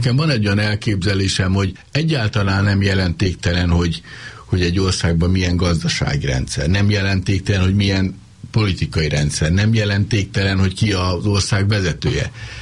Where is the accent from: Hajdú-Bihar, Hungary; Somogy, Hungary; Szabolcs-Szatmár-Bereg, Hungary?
Szabolcs-Szatmár-Bereg, Hungary; Nyíregyháza; born there